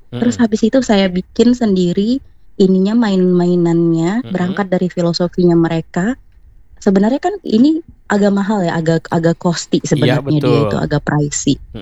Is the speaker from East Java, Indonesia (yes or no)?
no; Dumai, Riau, Indonesia; born there; Aslinya aku itu orang Melayu, jadi aku tuh lahirnya di Dumai, ya pindah-pindah.